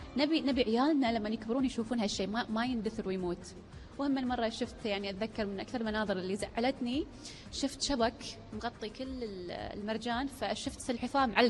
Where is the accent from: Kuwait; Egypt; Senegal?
Kuwait